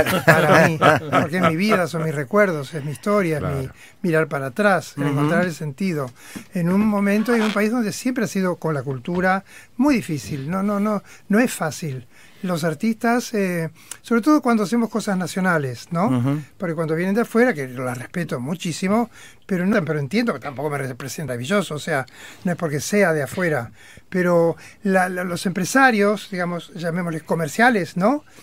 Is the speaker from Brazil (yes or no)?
no; Argentina; porque somos argentinos.